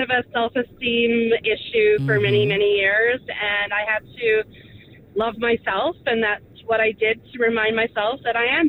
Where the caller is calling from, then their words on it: Cochrane, Alberta, Canada; calling from Cochrane.